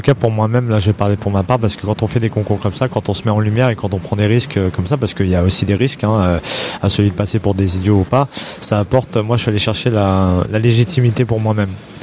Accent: Lyon, Auvergne-Rhône-Alpes, France; Je suis lyonnais, je suis très fier de l'être, je suis très chauvin par définition.

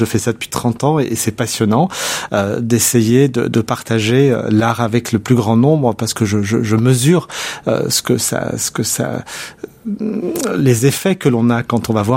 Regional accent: Saint-Priest, Auvergne-Rhône-Alpes, France; also born or lived in Lyon; D'ailleurs, je vis toujours à Saint-Priest. Effectivement, je suis né à Lyon, mais j'ai toujours vécu à Saint-Priest. Donc, je connais ses rues, ses habitants.

